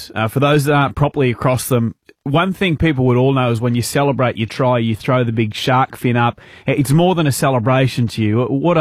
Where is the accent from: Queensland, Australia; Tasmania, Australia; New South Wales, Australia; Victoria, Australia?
Queensland, Australia; I grew up in the Torres Strait.